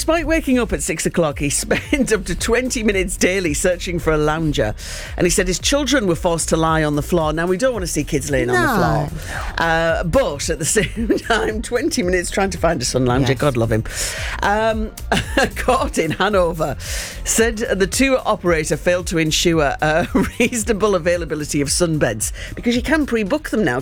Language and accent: English; United Kingdom; We are British. We queue.